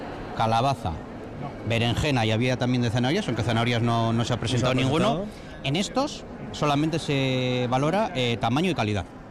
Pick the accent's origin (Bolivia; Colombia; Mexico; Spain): Spain; Otazu, Basque Country; soy de Otazu.